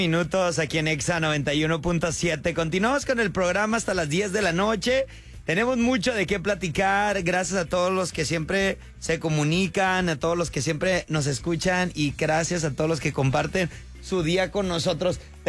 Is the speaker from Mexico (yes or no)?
yes; Tijuana, Baja California, Mexico; Pero como somos de Tijuana, pues nos vale que sea el centro, a las 5 de la tarde aquí en Tijuana.